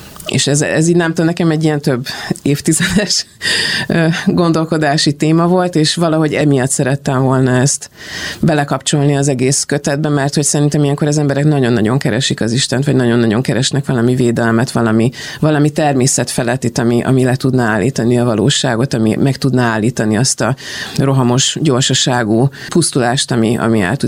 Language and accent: Hungarian; Vojvodina, Serbia; born or raised there